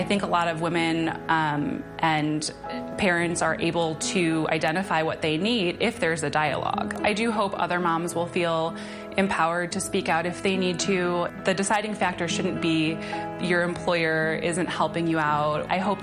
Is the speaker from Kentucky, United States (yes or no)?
no; Chicago, Illinois, United States; I'm from Chicago, and I'm a mom and a Chicago police officer.